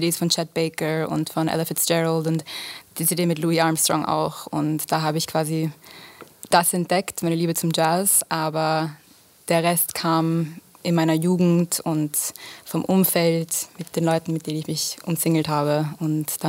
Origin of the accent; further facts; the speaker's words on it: Vienna, Austria; Nein, ich bin in Wien aufgewachsen. Ich bin halb Italienerin, halb Australierin, aber eigentlich Wienerin im Herzen.